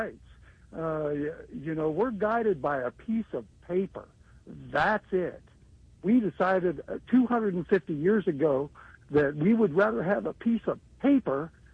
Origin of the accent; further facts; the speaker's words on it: Kansas City, Missouri, United States; born there; I was born in Kansas City. I was in the Ruskin Heights tornado in 1957 as a 10-week-old child.